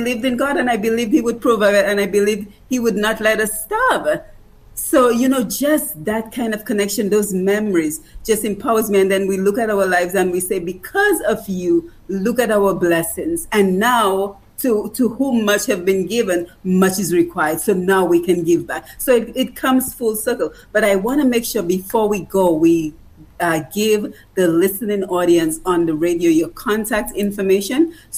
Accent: Dominica; growing up in Dominica, in the time that Franklin and I and you, Phil, grew up in Dominica, I remember being poor and yet my mom was feeding the neighbors every day.

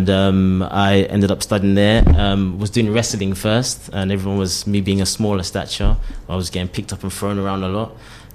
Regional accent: London, United Kingdom; moved away as an adult; now in Dominica; I'm from Northwest London, Harrow. Northwest London, Harrow.

